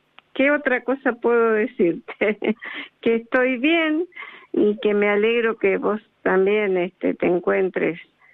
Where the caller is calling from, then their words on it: Santiago del Estero, Argentina; de Santiago del Estero.